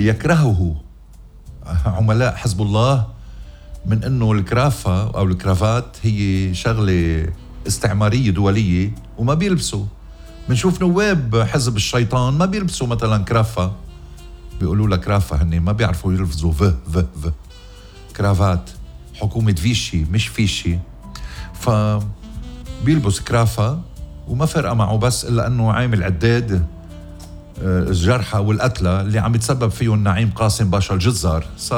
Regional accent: Lebanon

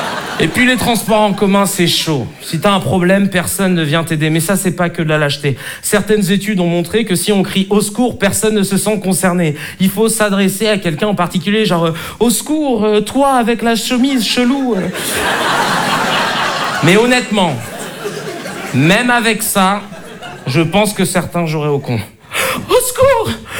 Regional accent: Paris, Île-de-France, France; now in Arcueil, France; Moi, je suis né en France, j'ai grandi à Paris et maintenant j'habite à Arcueil. Alors chez nous, c'est plutôt tranquille. Il n'y a qu'une seule cité

